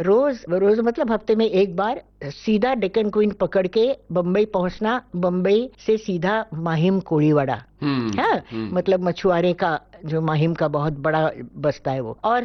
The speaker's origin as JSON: {"language": "Hindi", "town": "Pune", "region": "Maharashtra", "country": "India", "tie": "born or raised there", "also_born_or_lived": "Lucknow", "said": "हाँ पुणे आ गई, और नाना के पास, मतलब अपने पिता के पास, मेरे नाना अप्पा हम कहते थे। और तब से मैं उनकी छत्र छाया में पली बड़ी"}